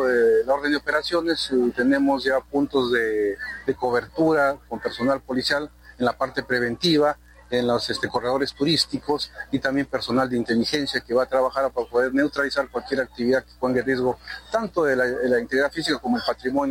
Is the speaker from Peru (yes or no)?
yes; Peru; este es ese fervor patriótico que siempre nos identifica, ¿no? Como peruanos.